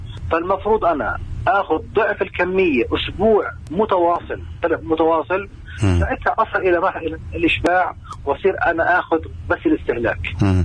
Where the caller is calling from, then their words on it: Hebron, West Bank, Palestine; انا بحكي من الخليل.